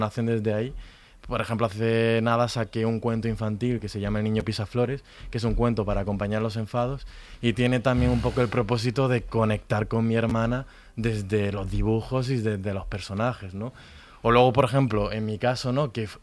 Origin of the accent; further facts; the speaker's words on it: Andalusia, Spain; yo... que soy de Andalucía y que pertenecía a la Asociación 22Q de Andalucía, no había mucho, hay muy poco.